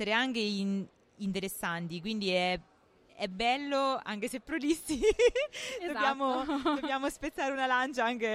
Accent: Civitanova Marche, Marche, Italy; Io vengo da Civitanova

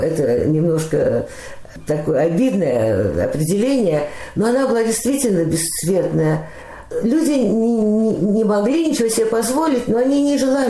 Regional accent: Moscow, Russia; moved away; В 43-м году я родилась, и так в Москве и осталась.

